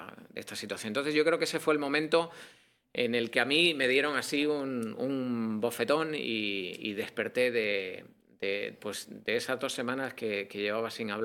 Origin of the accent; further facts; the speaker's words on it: Spain; born there; Yo soy de España, crecí en una familia muy católica.